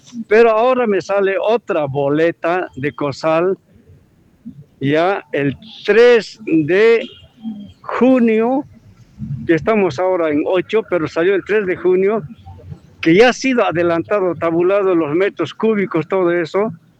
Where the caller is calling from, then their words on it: Bolivia; Yo vengo del barrio de Virgen de Fátima.